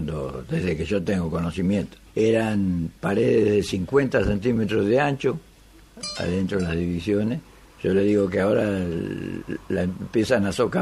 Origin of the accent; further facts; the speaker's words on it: Freyre, Córdoba, Argentina; born there; Yo nací en Freire, provincia de Córdoba.